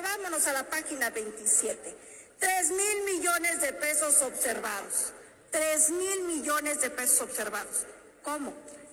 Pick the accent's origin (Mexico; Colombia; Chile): Mexico; Zacatecas; siendo yo zacatecana